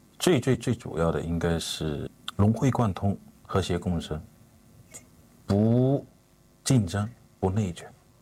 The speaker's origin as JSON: {"language": "Chinese", "region": "Fujian", "country": "China", "moved": "yes", "lives_now": "Sydney, Australia", "said": "身为一个福建人的优势吧"}